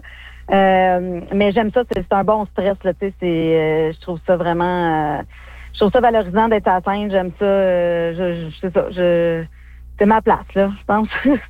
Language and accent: French; Rouyn-Noranda, Quebec, Canada; now in Greater Montreal, Canada; ça fait très longtemps que j'ai pas été à Arnfield, par exemple. Ça doit faire quasiment 20 ans que je suis pas retournée dans mon village natal. Quand je vais à Rouyn, je vais à Évin parce que ma famille habite là. Fait que je me rends plus à Arnfield.